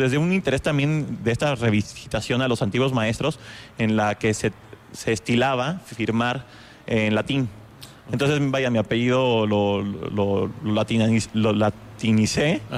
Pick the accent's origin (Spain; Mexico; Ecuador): Mexico; Querétaro; born there; Yo nací aquí en Querétaro.